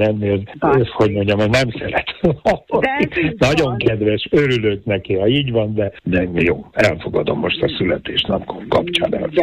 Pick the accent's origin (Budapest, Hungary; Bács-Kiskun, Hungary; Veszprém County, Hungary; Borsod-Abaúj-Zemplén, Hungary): Budapest, Hungary; a Budai várban nőttünk fel, ami egy csodálatos helyszín